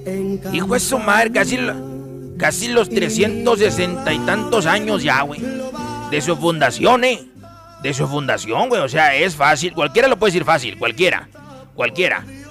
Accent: Hidalgo del Parral, Chihuahua, Mexico; los mismos pobladores de Parral

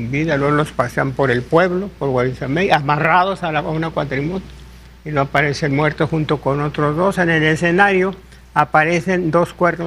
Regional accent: Tayoltita, Durango, Mexico; allá cerca de Tayontita de mi tierra, municipio de San Dimas

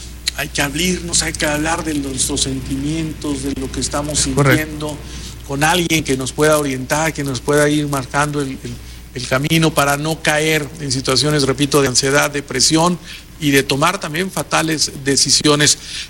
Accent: Durango, Mexico; somos muchos los duranguenses

